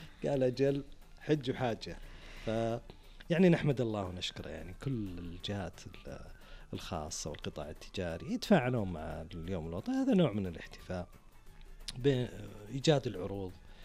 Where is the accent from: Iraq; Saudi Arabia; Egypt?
Saudi Arabia; بلادنا المملكة العربية السعودية